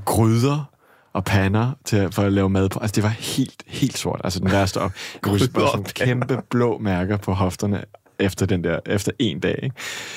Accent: Australia; now in Denmark; Og det første, jeg gjorde, da jeg var kommet fra Australien til Danmark, det var at tænke, der er simpelthen ikke nok bjerge og klipper og hav og bølger og sådan noget.

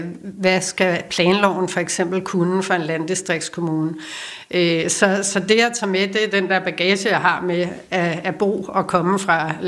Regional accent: Stevns, Zealand, Denmark; Så det er jo for ligesom at huske på, hvor jeg er fra

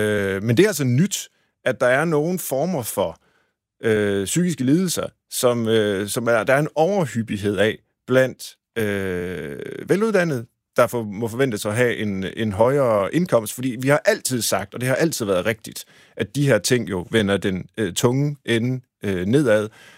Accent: Tjørring, Central Denmark Region, Denmark; born or raised there

